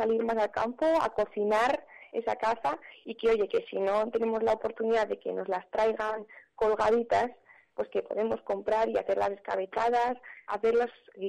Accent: Castile, Spain; yo creo que como castellanos

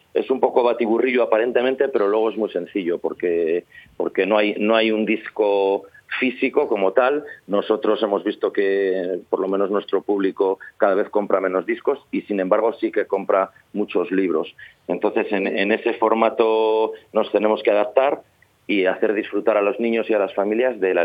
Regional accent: Valladolid, Castile and León, Spain; nosotros, que estamos un poquito más abajo, que somos de Valladolid.

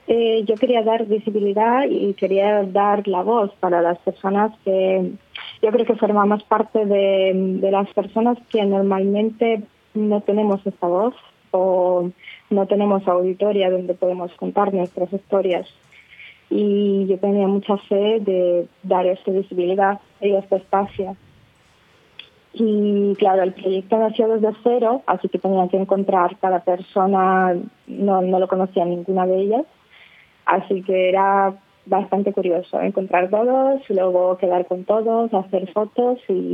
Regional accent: Russia; Spanish is a second language; now in Spain; soy fotógrafa documental y soy una lesbiana de Rusia.

